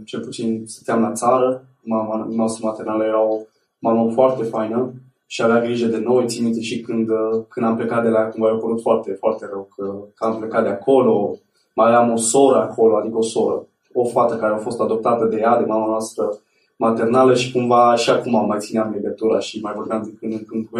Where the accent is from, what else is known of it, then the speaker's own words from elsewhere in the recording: Drobeta-Turnu Severin, Mehedinți County, Romania; born there; Eu m-am născut în Turnu Severin, undeva pe lângă Turnu Severin, într-un sat.